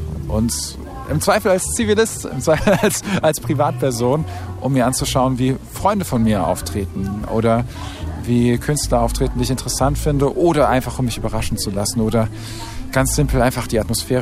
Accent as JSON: {"language": "German", "town": "Ladenburg", "region": "Baden-Württemberg", "country": "Germany", "tie": "born or raised there", "also_born_or_lived": "Viernheim, Hesse", "moved": "as an adult", "lives_now": "Offenbach, Germany", "said": "ich bin schon seit 2010 im Rhein-Main-Gebiet, aber komme ursprünglich aus der Mannheimer Ecke. Ich bin in Ladenburg und Firnheim aufgewachsen und bin ein guter alter Kurpelser. Ajo, wäscht wie Schmähen."}